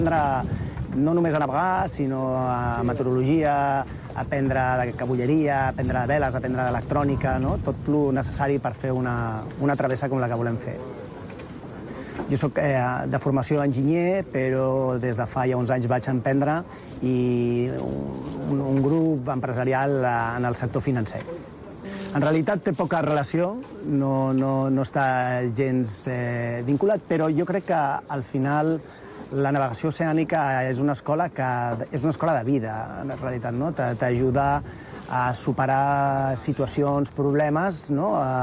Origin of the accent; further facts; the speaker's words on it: Barcelona, Catalonia, Spain; tinc 44 anys, soc de Barcelona